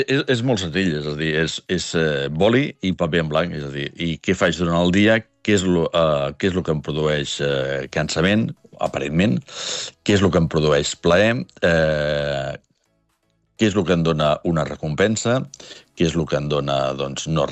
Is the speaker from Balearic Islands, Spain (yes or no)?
no; Barcelona, Catalonia, Spain; jo soc barceloní, dic por, no dic por.